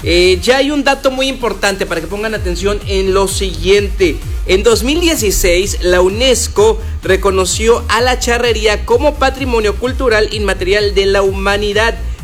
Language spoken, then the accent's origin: Spanish; Mexico; un deporte que representa nuestras raíces como mexicanos, la cultura y por supuesto el orgullo de llevar en la sangre mexa.